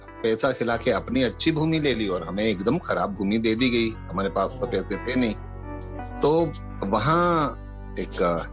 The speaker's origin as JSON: {"language": "Hindi", "town": "Etawah", "region": "Uttar Pradesh", "country": "India", "tie": "born there", "moved": "yes", "lives_now": "Ahmedabad, India", "said": "UP के Etawah district में हमारी जन्मभूमि रही है।"}